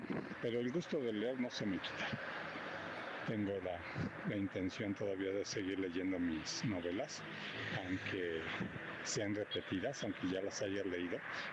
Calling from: Puebla, Mexico; de Puebla.

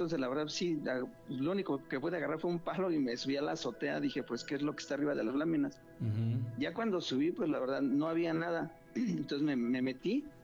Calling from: Mexico City, Mexico; De la alcaldía de Coajimalpa.

